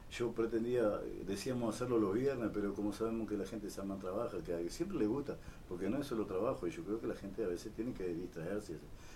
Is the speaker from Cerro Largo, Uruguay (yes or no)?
yes; Melo, Cerro Largo, Uruguay; also born or lived in Maldonado; now in Vergara, Uruguay; yo viví en Maldonado, soy de Melo